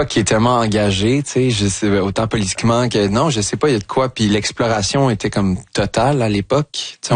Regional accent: Longueuil, Quebec, Canada; Moi, j'ai grandi dans le Vieux-Longueuil

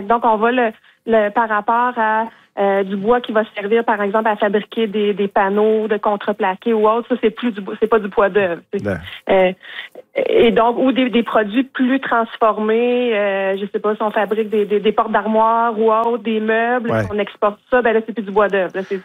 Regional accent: Quebec, Canada; parce que je suis québécoise

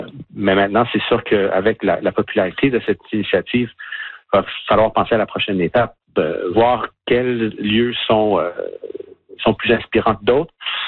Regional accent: Canada; puisqu'on est Canadien, ça nous appartient

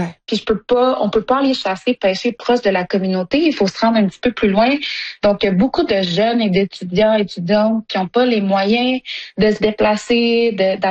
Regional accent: Sept-Îles, Quebec, Canada; born or raised there; moved away as an adult; now in Iqaluit, Canada

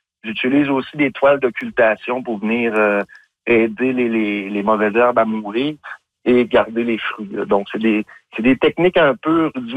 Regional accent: Rivière-Saint-Jean, Quebec, Canada; pouvoir rester chez nous en faisant à mon village natal de Rivière-Saint-Jean

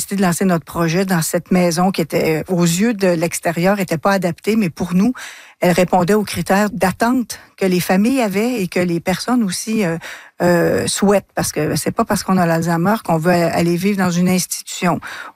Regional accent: Trois-Rivières, Quebec, Canada; moi, je suis de Trois-Rivières

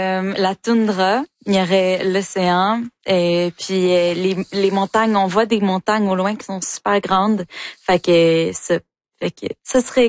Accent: Iqaluit, Nunavut, Canada; Moi, je viens de Iqaluit, au Nunavut. Alors, c'est la capitale sur l'île de Baffin. Moi, j'ai grandi avec comme cour arrière les montagnes, la toundra, puis l'océan aussi.

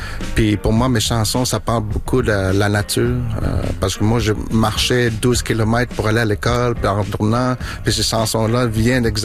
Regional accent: Quebec, Canada; now in Montreal, Canada; J'ai grandi dans le Grand Nord. Ça fait 13 ans à peu près que je démarre à Montréal, au sud du Québec.

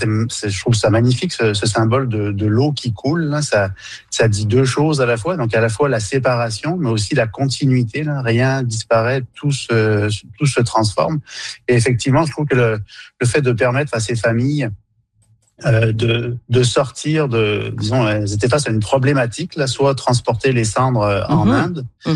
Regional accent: Quebec, Canada; Donc, chez nous au Québec, c'est souvent au chalet

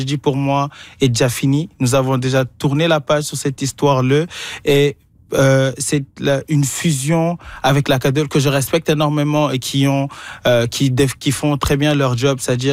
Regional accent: Paris, Île-de-France, France; moved away; moi, je viens de Paris. Fait comme okay. à ce moment, j'étais à Paris

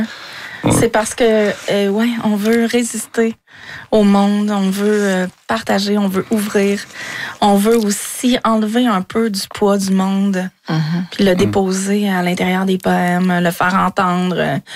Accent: Shawinigan, Quebec, Canada; je viens de Shawinigan

